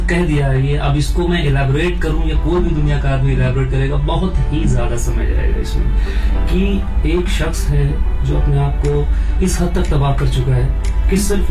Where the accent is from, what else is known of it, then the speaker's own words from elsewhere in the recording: Lucknow, Uttar Pradesh, India; मैं जैसे मैं लखनऊ से हूँ, तो मेरी उर्दू थोड़ी अच्छी ग्रिप है उर्दू पे